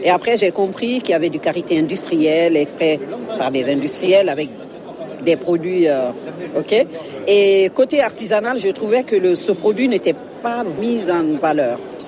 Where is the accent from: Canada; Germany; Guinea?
Guinea; moved away as an adult; now in Indre, France; qui vient de Guinée, produit par les braves femmes de ce merveilleux pays que j'aime beaucoup, mon pays d'origine.